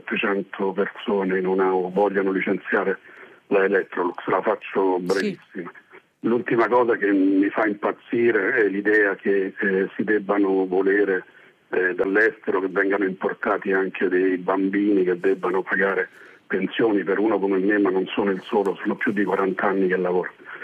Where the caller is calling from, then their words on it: Umbria, Italy; io vengo dall'Umbria, non sono un grande vecchio, sto ancora lavorando pur avendo compiuto 60 anni.